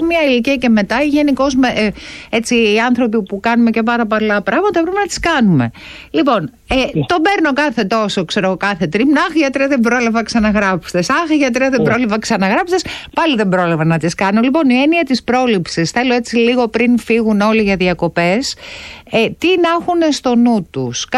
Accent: Serres, Central Macedonia, Greece; γιατί εγώ είμαι από τα Σέρα

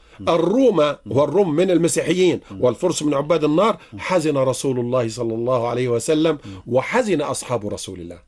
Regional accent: Egypt; ولعب الآخرون على فتنة الطائفية عندنا في مصر ولم ينجحوا ولن ينجحوا بإذن الله.

